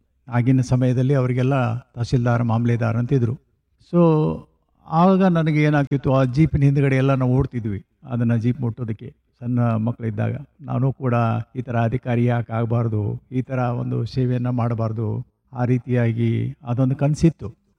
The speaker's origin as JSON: {"language": "Kannada", "area": "Belagavi district", "region": "Karnataka", "country": "India", "tie": "born or raised there", "said": "ನಾನು ಮೂಲತಃ ಗ್ರಾಮೀಣ ಭಾಗದಿಂದ ಬಂದವನು, ಬೈಲುಂಗಲ್ ತಾಲೂಕಿನ ಗಂಗನಿಕೊಪ್ಪ ಗ್ರಾಮ, ಸಣ್ಣ ಗ್ರಾಮ. ಆಗಿನ ಸಮಯದಲ್ಲಿ ಸುಮಾರು 1,000 ಪಾಪ್ಯುಲೇಷನ್ ಇರುವಂತಹ ಸಣ್ಣ ಹಳ್ಳಿ. ಈಗ ಸುಮಾರು 2,000 ಜನಸಂಖ್ಯೆ ಇದೆ ನಮ್ಮೂರಲ್ಲಿ."}